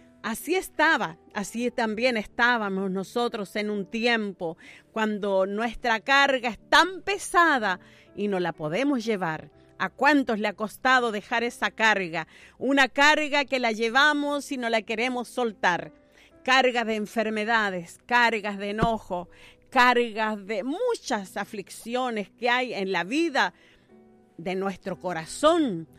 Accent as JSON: {"language": "Spanish", "country": "Chile", "said": "somos chilenos"}